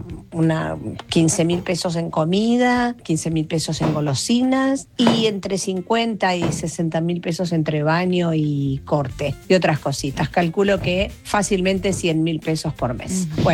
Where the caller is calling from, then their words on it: Buenos Aires, Argentina; de Barracas